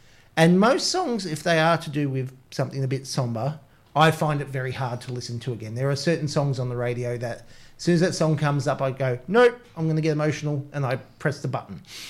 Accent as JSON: {"language": "English", "country": "Australia", "tie": "born or raised there", "moved": "yes", "said": "I grew up in the Mallee, moved away, came back to the Mallee for about 7 years before we moved up here."}